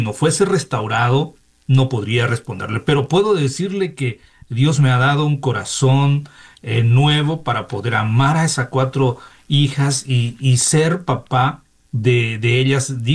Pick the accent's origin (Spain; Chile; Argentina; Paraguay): Paraguay; moved away as an adult; now in Manitoba, Canada; originalmente somos de Paraguay, pero va a ser 10 años que estamos viviendo aquí en Canadá, especialmente en la provincia de Manitoba. Vengo de una familia de muchos hermanos, somos 8 hermanos.